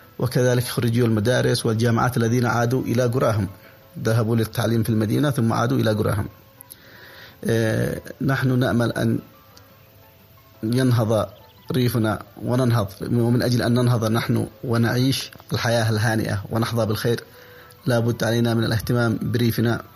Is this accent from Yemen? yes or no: yes; Yemen